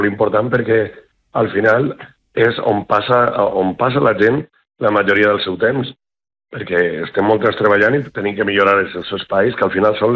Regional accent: Castalla, Valencian Community, Spain; m'agrada viure en el meu poble, que per a mi és el millor poble del món

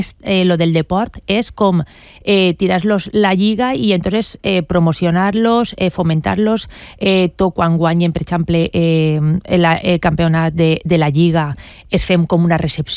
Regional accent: Meliana, Valencian Community, Spain; jo m'he criat en Meliana

